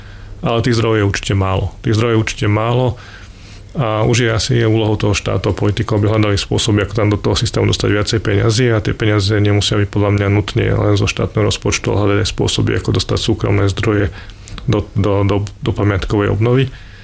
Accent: Banská Štiavnica, Banská Bystrica Region, Slovakia; Ja som z Banskej Štiavnice, takže asi to zažívam každoročne

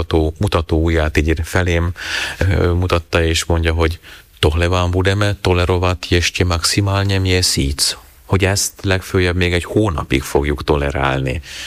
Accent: Slovakia; moved away as an adult; now in Prague, Czechia; ezt nagyon nehéz volt nekem ipolymentiként úgy megértenem. Ahhoz voltam hozzászokva, tehát, hogy ott én ebben nevelkedtem, ezt éltem meg

